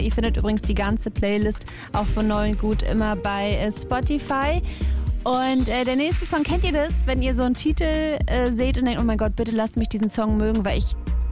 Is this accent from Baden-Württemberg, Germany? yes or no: no; Berlin, Germany; Meine zwei Lieblingsstädte, ja, meine Herzensstadt, dann meine Heimatstadt.